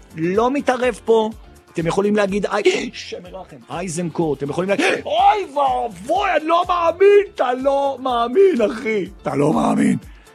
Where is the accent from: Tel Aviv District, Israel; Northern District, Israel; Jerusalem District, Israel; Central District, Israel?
Jerusalem District, Israel; Jerusalem; לא משנה, גם כירושלמי זה מוסיף לי יותר